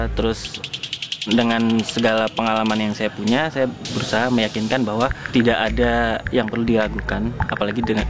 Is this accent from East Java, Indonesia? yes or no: yes; Malang, East Java, Indonesia; karena dari sekian lama saya berusaha bekerja di luar Malang dan akhirnya berhasil membuat studio di kota saya sendir